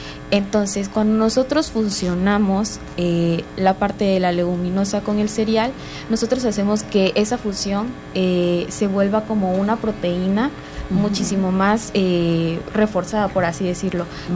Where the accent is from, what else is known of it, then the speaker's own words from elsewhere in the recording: Tabasco, Mexico; nosotros, tanto como mexicanos como tabasqueños